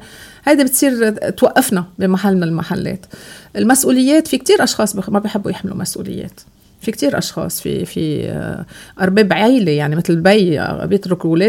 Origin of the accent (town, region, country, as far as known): Lebanon